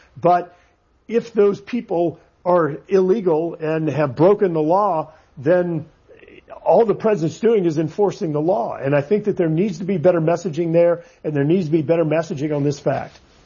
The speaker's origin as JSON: {"language": "English", "region": "Louisiana", "country": "United States", "tie": "born or raised there", "said": "My home state of Louisiana, up until recently, we always had an open primary"}